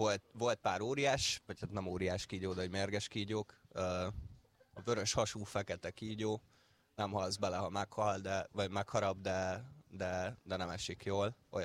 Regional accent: Hungary; kiderült, hogy magyar vagyok

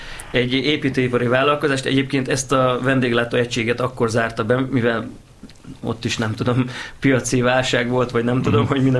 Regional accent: Hungary; also born or lived in Tyrol, Austria; now in Vaskút, Hungary; akcentusmentesen beszélem az osztrák dialektusokat, tehát hogyha nem szólalok meg magyarul, akkor senki nem veszi észre, hogy én magyar vagyok.

